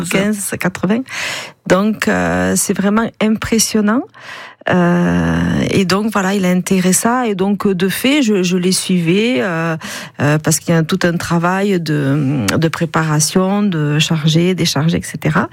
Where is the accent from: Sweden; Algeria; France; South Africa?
France; Séméac, Occitanie; born there; moved away as an adult; now in Séméac, France; Alors déjà, moi je suis née en 69 à Séméac